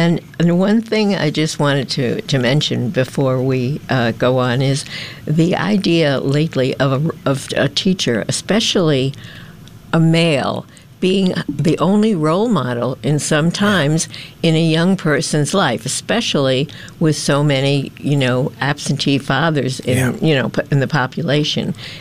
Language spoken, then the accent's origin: English; New York City, New York, United States; I grew up in New York City, but it was a small town in a way. If you in the area that I lived, everyone knew everybody.